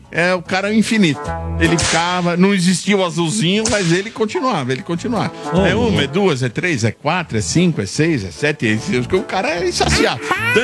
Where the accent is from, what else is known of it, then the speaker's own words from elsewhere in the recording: São Paulo, Brazil; Eu também sou de São Paulo, capital. Maternidade de São Paulo.